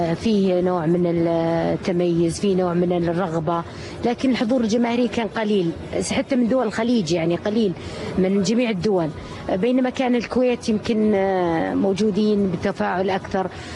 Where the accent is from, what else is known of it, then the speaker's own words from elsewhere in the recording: Saudi Arabia; وأنا كسعودية